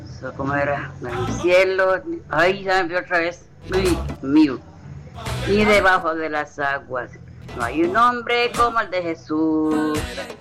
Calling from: San Isidro de El General, San José, Costa Rica; de Pérez Celedón.

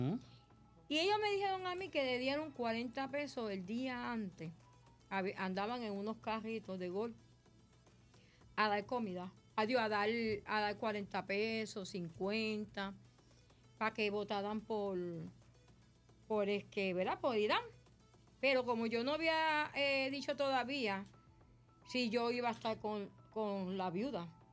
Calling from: Cataño, Puerto Rico; Hacía tiempo que no vean una cosa así en mi pueblo de Cataño.

